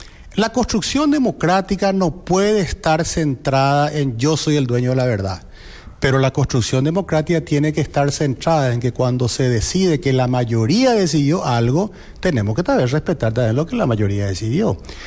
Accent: Paraguay

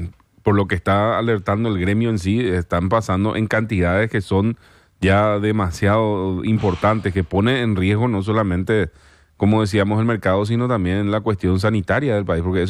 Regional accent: Paraguay

